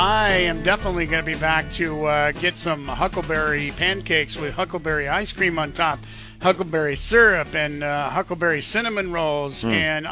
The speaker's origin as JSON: {"language": "English", "town": "Nez Perce", "region": "Idaho", "country": "United States", "tie": "born or raised there", "said": "I grew up in Nez Perce, Idaho. We didn't have a store, for crying out loud, until I was like 10."}